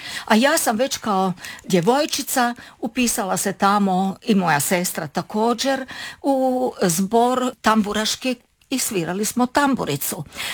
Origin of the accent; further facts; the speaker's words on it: Rijeka, Primorje-Gorski Kotar County, Croatia; kada sam rođena u Rijeci i odrastala, nisam imala priliku osim u obitelji spoznati vjeru.